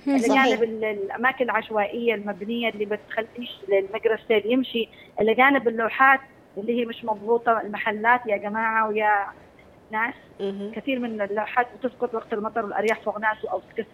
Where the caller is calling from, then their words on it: Aden, Yemen; علينا وسقية خير لنا جميعا في عدن